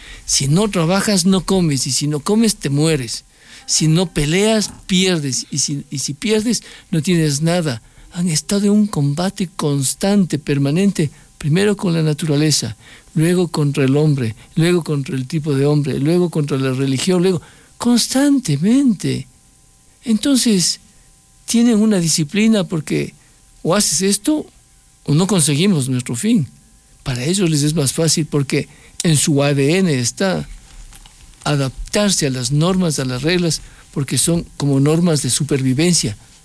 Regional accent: Ecuador; nuestros ecuatorianos

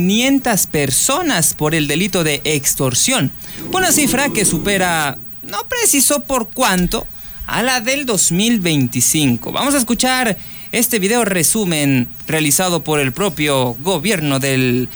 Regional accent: Loja, Ecuador; Claro, como los lojanos somos muy...

